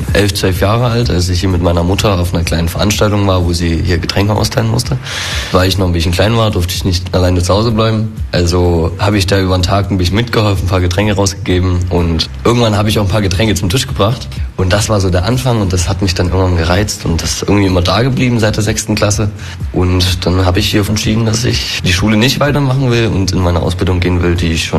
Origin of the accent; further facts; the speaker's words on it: Nossen, Saxony, Germany; Ich komme ursprünglich aus Nossen.